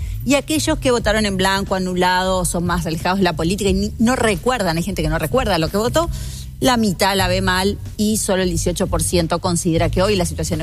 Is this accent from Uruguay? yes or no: yes; Uruguay